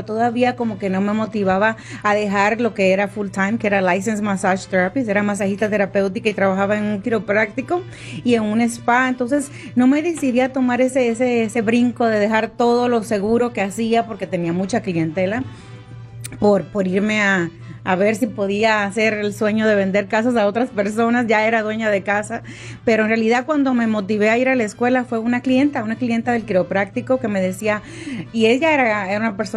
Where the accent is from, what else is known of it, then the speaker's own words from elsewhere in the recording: Dominican Republic; moved away; Yo soy dominicana, sí.